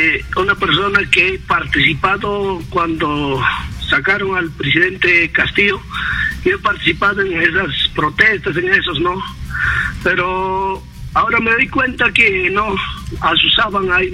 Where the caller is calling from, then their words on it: Ayacucho, Peru; Yo soy de Ayacucho